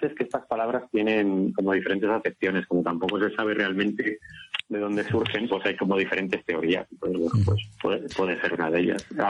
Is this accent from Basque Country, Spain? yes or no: no; Salamanca, Castile and León, Spain; soy de Salamanca